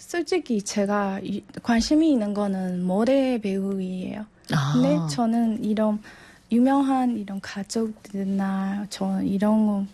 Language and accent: Korean; Myanmar; Korean is a second language; moved away as an adult; 저의 고향이에요